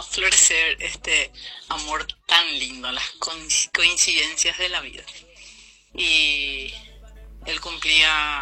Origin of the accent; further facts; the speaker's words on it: Capiatá, Central, Paraguay; Después yo me fui a estudiar en Comercio 2. Era primero en Presidente Franco, luego en Comercio 2 y somos de Capiatá. Bueno, después yo me fui hacia Asunción a estudiar